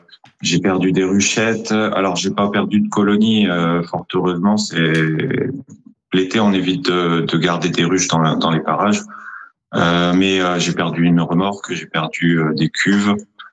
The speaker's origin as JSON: {"language": "French", "region": "Provence-Alpes-Côte d'Azur", "country": "France", "said": "chez nous en Provence"}